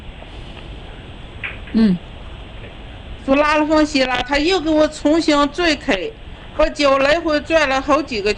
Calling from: Baotou, Inner Mongolia, China; 因为我家是包头的

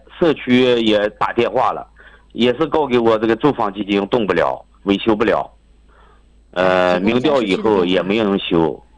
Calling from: Baotou, Inner Mongolia, China; 我是来自包头的，包头这个万全家乐的住户。

